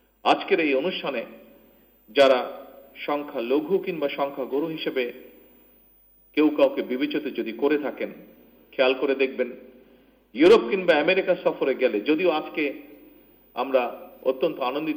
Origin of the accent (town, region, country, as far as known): Bangladesh